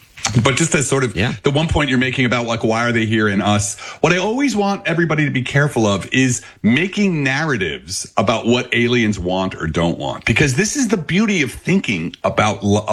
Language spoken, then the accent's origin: English; Belleville, New Jersey, United States; I'm from Jersey. I'm from like the Newark area. I'm up from Belleville.